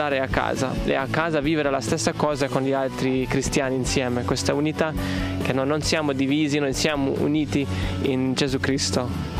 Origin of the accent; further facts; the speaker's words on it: Hungary; Italian is a second language; Noi non siamo pochi cristiani in Ungheria, ma comunque siamo divisi.